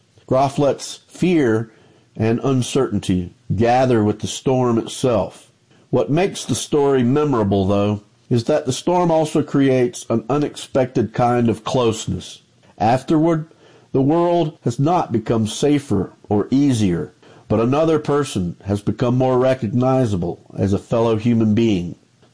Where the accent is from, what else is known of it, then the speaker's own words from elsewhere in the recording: Goodwell, Oklahoma, United States; from Goodwell, Oklahoma, for the HPPR Radio Readers